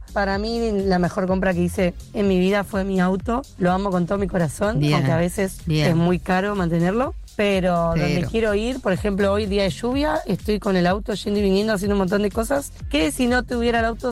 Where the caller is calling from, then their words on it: Berazategui, Buenos Aires Province, Argentina; soy de Ranela, Berazategui.